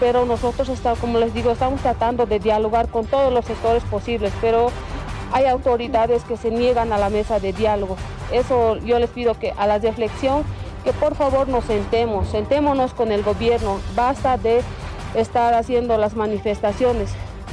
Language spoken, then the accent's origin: Spanish; Bolivia; now in La Paz, Bolivia; yo soy de aquí a 10 horas de la ciudad de La Paz